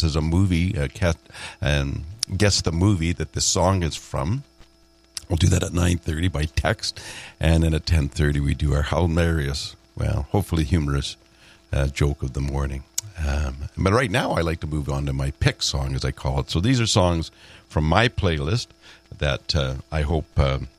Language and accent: English; Canada; but we're Canadian, eh?